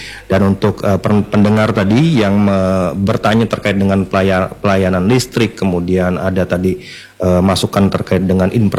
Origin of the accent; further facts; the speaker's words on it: Java, Indonesia; born there; now in Pontianak, Indonesia; saya kebetulan kan lahir di Jawa nih Pak Budi.